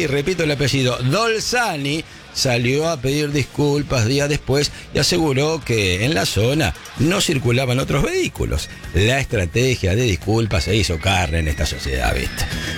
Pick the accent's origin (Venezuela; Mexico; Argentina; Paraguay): Argentina; Estamos acá nosotros, ¿eh? Somos argentinos, sí.